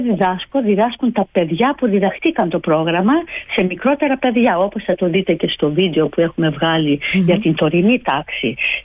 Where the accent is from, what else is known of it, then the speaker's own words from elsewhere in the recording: Greece; moved away; για μένα σαν Ελληνίδα